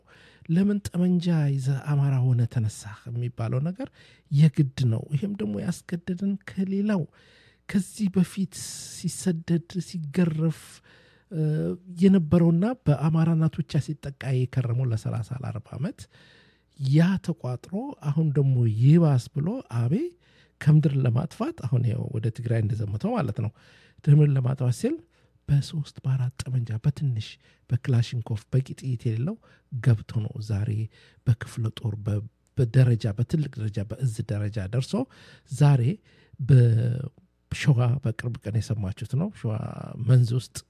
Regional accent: Dire Dawa, Ethiopia; አዎ በእርግጥም አማራ ነኝ፣ ግን ንጹህ ኢትዮጵያዊ ነኝ። አማራ ሰው ደግሞ ድሬዳዋ ተወልጄ አደኩኝ።

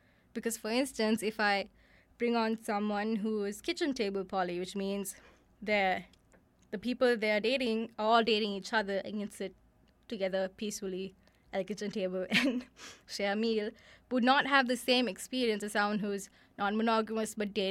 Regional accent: Sri Lanka; now in Vancouver, Canada; I grew up in Sri Lanka, where monogamy was the norm

